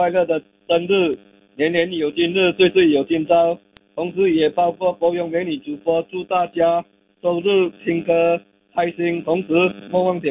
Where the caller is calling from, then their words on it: Selangor, Malaysia; 我是来自雪州八山五级监狱的